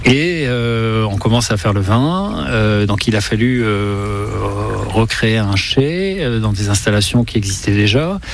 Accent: Brest, Brittany, France; moved away as an adult; je suis breton, je suis né à Brest

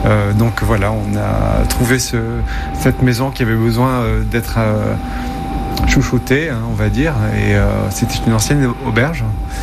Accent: Ajaccio, Corsica, France; moved away as an adult; also born or lived in London / Paris; now in Bocognano, France; Je suis né à Ajaccio, j'ai grandi là-bas. Je suis parti pas mal d'années ensuite à Londres et Paris pour faire mes études et ensuite travailler dans le milieu de la mode. Je suis rentré en 2016 ici

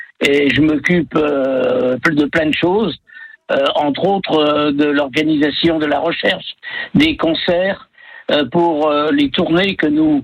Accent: Roanne, Auvergne-Rhône-Alpes, France; Nous sommes de Roanne et nous sommes pas très loin du bord de la Loire.

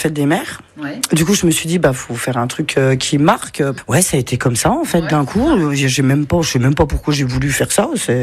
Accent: Faucompierre, Grand Est, France; moved away; j'ai grandi à Faucompierre.

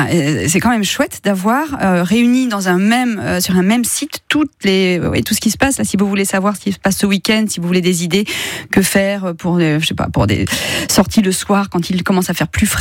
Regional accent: Brittany, France; now in Vaucluse, France; ça fait 25 ans que je suis là, mais en fait, je viens de Bretagne quand même.

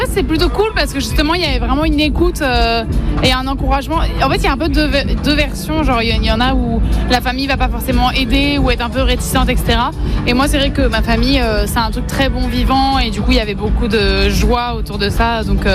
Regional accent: Rennes, Brittany, France; born there; il y a eu plusieurs villes, je suis née à Rennes moi. Et sinon, ouais, c'est toute ma famille qui est à Cancale

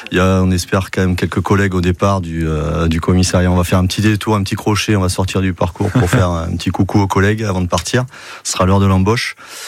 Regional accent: Périgueux, Nouvelle-Aquitaine, France; On est de Périgueux, on est cycliste pour quelques-uns.

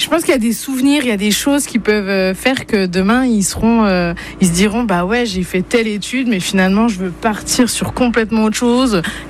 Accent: Feilly, Grand Est, France; Je viens de Feilly, un tout petit village vosgien.

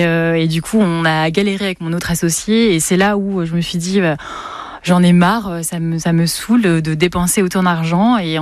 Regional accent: Tours, Centre-Val de Loire, France; moved away as an adult; now in Voiron area, France; moi je viens de Tours. J'ai, à 18 ans, je passais mes concours infirmiers. J'ai décidé de les passer un peu de partout. Et du coup, j'ai été prise à Grenoble, à Paris, enfin dans plusieurs villes. Et j'ai décidé que c'était Grenoble.

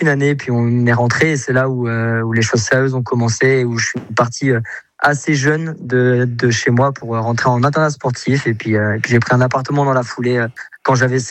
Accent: Saint-Hilaire-Bonneval, Nouvelle-Aquitaine, France; also born or lived in Lille / Le Mans; now in Saumur, France; Exactement, Saint-Hilaire-Bonneval, je suis né à Lille, j'ai grandi à Saint-Hilaire-Bonneval, et puis je me suis déplacé pour le sport au Mans, où je suis resté quelques années, et maintenant je suis à Saumur

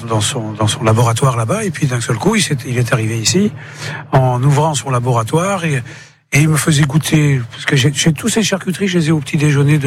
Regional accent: Béziers, Occitanie, France; Et oui, je suis amoureux du Sud parce que je suis d'ici. Je suis Béziers, moi.

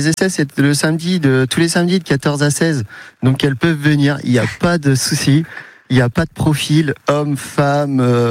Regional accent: Brittany, France; now in Anglet, France; Oui, moi je viens de la Bretagne

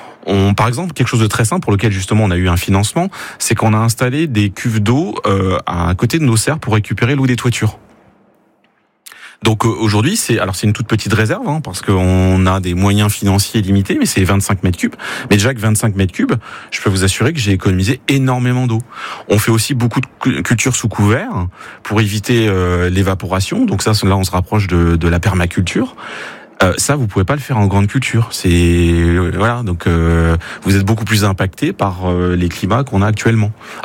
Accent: Brittany, France; par exemple chez moi en Bretagne, il y a des grandes serres

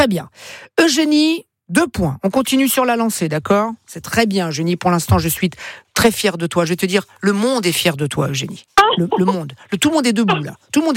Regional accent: Calabria, Italy; Moi, je suis italien. Ouais. J'ai l'habitude de chaud, tout ça. Moi, je suis calabrais, tu vois.

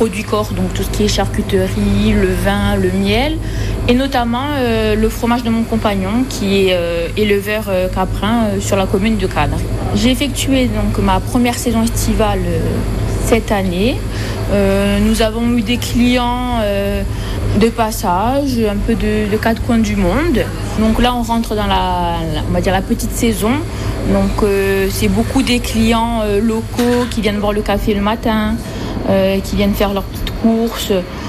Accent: Pietracorbara, Corsica, France; now in Corsica, France; À la base, je suis de Pietra Corba. Je travaille sur Bastia dans un hôtel-restaurant.

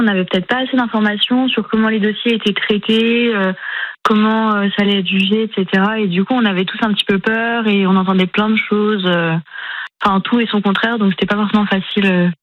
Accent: Grand Est, France; moved away as an adult; now in Nancy, France; Je suis des Vosges, je suis des Vosges.

